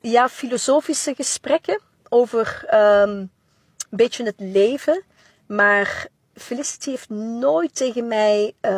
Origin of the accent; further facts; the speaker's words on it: Belgium; Ze vond het ongelooflijk dat ik uit België kwam.